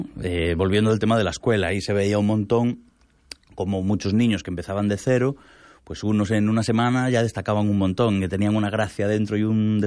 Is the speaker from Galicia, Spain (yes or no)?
yes; A Coruña, Galicia, Spain; Y me dicen, ¿de dónde eres? Y yo, pues de un sitio que se llama Coruña.